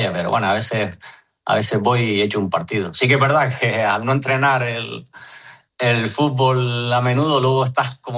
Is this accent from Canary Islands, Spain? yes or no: yes; Arguineguín, Canary Islands, Spain; now in Madrid, Spain; Ahora sí que estuve en verano en mi pueblo, en Arguineguilla, entrené con el equipo